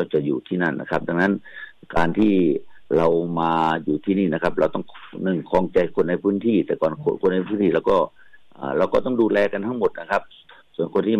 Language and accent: Thai; Seka, Bueng Kan, Thailand; born there; also born or lived in Bangkok; now in Pathum Thani, Thailand; คือผมเกิดอยู่ที่อำเภอเสกานะครับวังพญานาคครับนะจังหวัดบึงกาฬนะครับแล้วก็มาเรียนหนังสือเรียนรามที่ที่กรุงเทพนะฮะเมื่อปี2527นะครับ